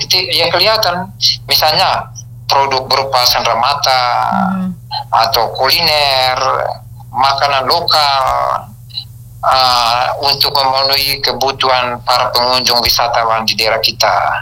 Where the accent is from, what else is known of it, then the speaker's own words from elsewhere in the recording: East Nusa Tenggara, Indonesia; kerajinan yang menjadi andalan kita orang Flores